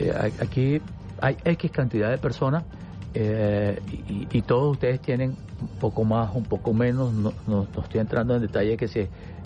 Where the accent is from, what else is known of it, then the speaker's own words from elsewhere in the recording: Venezuela; lo digo como venezolano, yo no soy empleado público